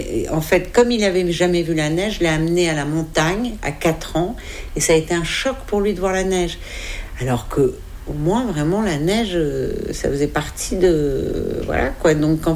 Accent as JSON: {"language": "French", "town": "Paris", "region": "Île-de-France", "country": "France", "tie": "born there", "said": "Moi, je suis née à Paris."}